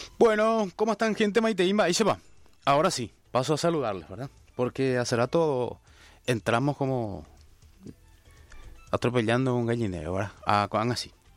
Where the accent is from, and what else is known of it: Paraguay